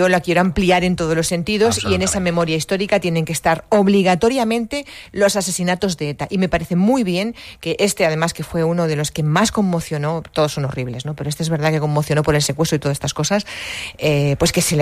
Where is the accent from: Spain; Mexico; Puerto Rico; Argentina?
Spain; Madrid, Community of Madrid; yo soy de, bueno, soy de Madrid, pero voy a un pueblo castellano, de Castilla y León